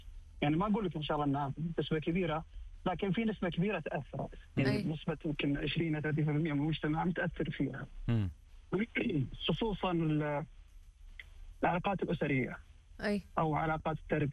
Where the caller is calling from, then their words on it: Riyadh, Riyadh Province, Saudi Arabia; من الرياض.